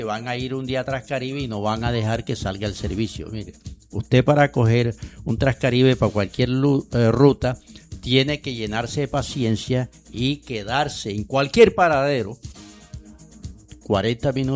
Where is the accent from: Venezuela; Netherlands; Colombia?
Colombia; Lorica, Córdoba; now in Cartagena, Colombia; el alcalde de mi pueblo llegó y se paró y dijo que necesitaba que solucionaran el principal problema. La carretera que está vuelta un desastre en el tramo de la cabeza municipal de Lorica para comunicarse con Coveñas.